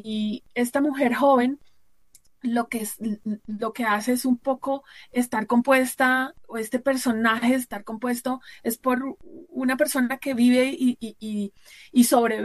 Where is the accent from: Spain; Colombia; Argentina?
Colombia; Bogotá